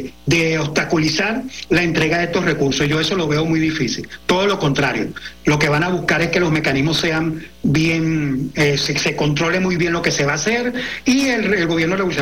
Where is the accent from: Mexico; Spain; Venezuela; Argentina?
Venezuela; La Guaira; soy de La Guaira